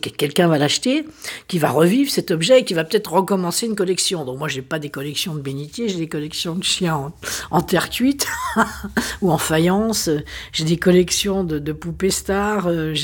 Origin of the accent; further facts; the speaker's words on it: Saint-Ouen, Île-de-France, France; born there; c'est quand on a quitté Saint-Ouen et on est allé s'installer dans un truc un peu plus grand qui était un vrai bar